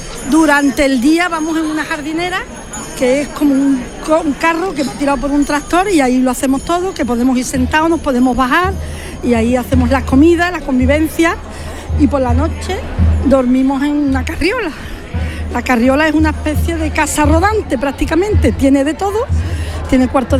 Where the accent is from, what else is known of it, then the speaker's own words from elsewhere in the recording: Badajoz, Extremadura, Spain; born there; also born or lived in Ginés; now in Seville, Spain; yo soy extremeña porque nací en Extremadura, soy de Badajoz.